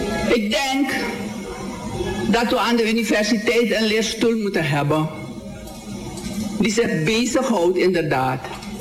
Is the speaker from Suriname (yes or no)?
yes; Suriname; wij als Surinamers nu met elkaar in deze Mamio-samenleving met elkaar verder moeten. Maar ook omdat ook mijn voorouders uit Afrika kwamen.